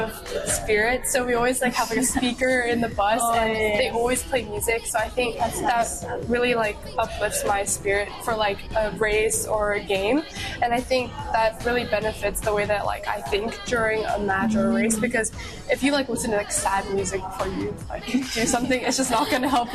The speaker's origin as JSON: {"language": "English", "country": "South Korea", "also_born_or_lived": "Hong Kong", "said": "I go to SFS and I'm from Korea. I lived in Korea for 6 years and then I was living in Hong Kong before that."}